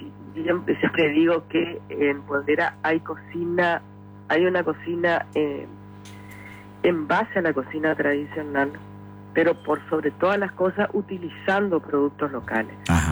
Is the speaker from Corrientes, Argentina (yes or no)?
yes; Esquina, Corrientes, Argentina; yo soy de esquina.